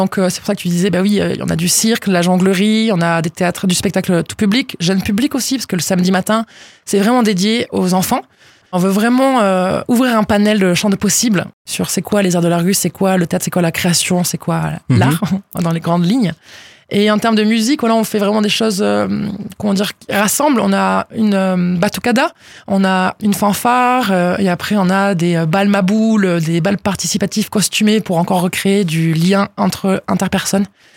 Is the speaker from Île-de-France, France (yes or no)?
no; Salles-sur-Garonne, Occitanie, France; also born or lived in Toulouse; En fait, moi je suis native de... Enfin, je suis toulousaine, mais j'ai grandi à Salles-sur-Garonne.